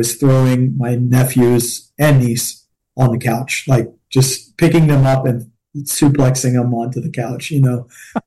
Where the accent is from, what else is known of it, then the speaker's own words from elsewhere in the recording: College Station, Texas, United States; now in Temple, United States; I grew up in College Station. I went to public school there. My mom and dad still live in College Station.